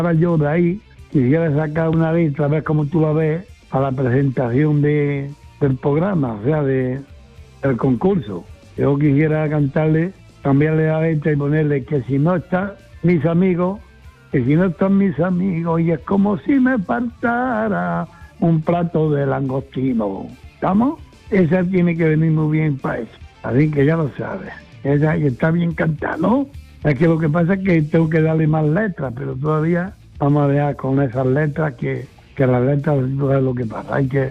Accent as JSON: {"language": "Spanish", "town": "Padul", "region": "Andalusia", "country": "Spain", "said": "Buenas tardes, mando me gordo … de Padul."}